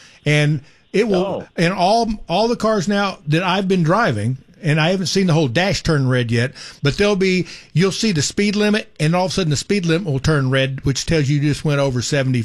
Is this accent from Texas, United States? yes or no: yes; Dayton, Texas, United States; I'm from Dayton, Texas, a little north of you.